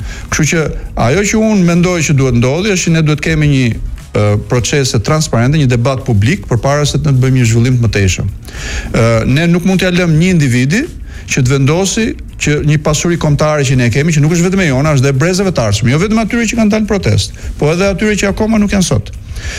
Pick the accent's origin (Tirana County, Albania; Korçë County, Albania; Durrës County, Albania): Tirana County, Albania; Tirana; për ne që jemi rritur në Tiranë